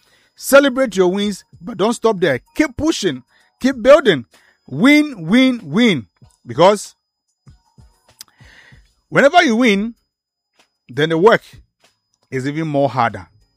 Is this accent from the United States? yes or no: no; Ghana; As a Ghanaian, they went back.